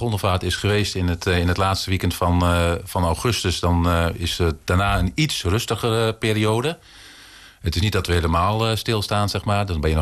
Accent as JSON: {"language": "Dutch", "town": "Zwartsluis", "region": "Overijssel", "country": "Netherlands", "tie": "born there", "moved": "as an adult", "lives_now": "Giethoorn, Netherlands", "said": "Ik kom oorspronkelijk niet uit Giethoorn, maar uit Zwartsluis. Aha. En ik heb jong jochie in Giethoorn gewoond."}